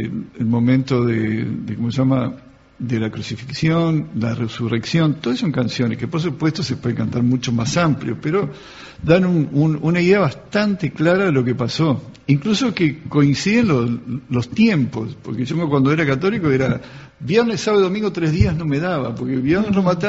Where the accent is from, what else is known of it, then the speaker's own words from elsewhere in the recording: Uruguay; todo uruguayo.